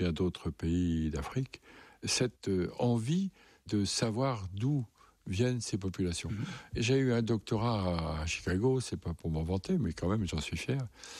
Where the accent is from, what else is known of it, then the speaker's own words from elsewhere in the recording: France; Alors j'ai dit, non, je suis français